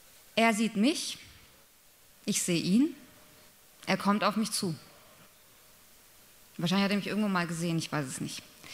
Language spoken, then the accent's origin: German; Baden-Württemberg, Germany; Ich besuchte im Juli meine Heimatstadt. Ich komme aus einem kleinen schwäbischen Städtchen.